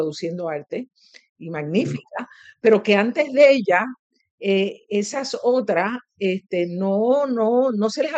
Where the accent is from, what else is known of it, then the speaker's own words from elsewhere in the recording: Puerto Rico; a mis padres, ¿verdad? Con la formación que me dieron como puertorriqueña.